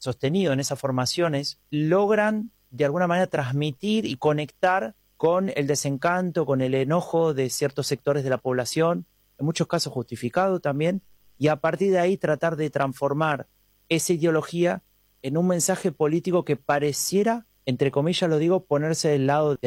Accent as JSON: {"language": "Spanish", "country": "Argentina", "said": "Yo soy argentino, entonces también entiendo que esas diferencias de derecha e izquierda a veces cuesta utilizarlas"}